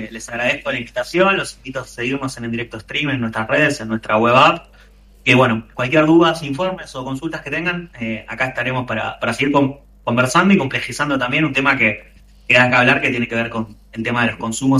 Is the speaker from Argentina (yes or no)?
yes; Buenos Aires Province, Argentina; yo al menos vengo, soy de Buenos Aires, pero yo soy de la zona sur de la provincia de Buenos Aires, vengo con un origen bastante precario, y en mi casa, hasta que tuve 12, 13 años, no había internet